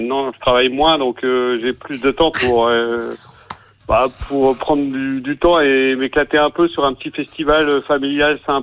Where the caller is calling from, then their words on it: Saint-Pabu, Brittany, France; Alors, moi, je suis rue de Kervigorn à Saint-Pabu.